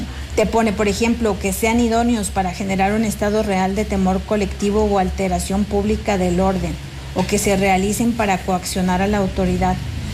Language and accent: Spanish; San Luis Potosí, Mexico; Pero soy una ciudadana, soy potosina y tengo mucha preocupación porque este no es el San Luis que yo quiero para la familia, para mi familia, para los futuros potosinos